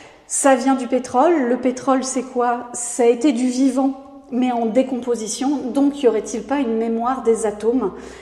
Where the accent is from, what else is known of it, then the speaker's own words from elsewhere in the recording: Bayeux, Normandy, France; Mais presque, puisque j'ai grandi à Bayeux.